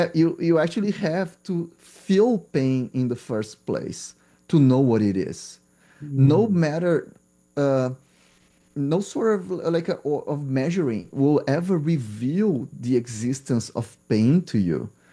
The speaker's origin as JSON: {"language": "English", "country": "Brazil", "tie": "born or raised there", "said": "school because I'm from Brazil, and Brazil medical school is undergrad, so you have to decide either you go that track or this track. So I went to medical school with the goal of understanding the brain. Like growing up in Brazil in the 90s"}